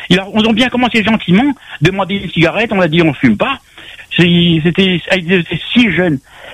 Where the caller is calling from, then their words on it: Réunion; je suis réunionnais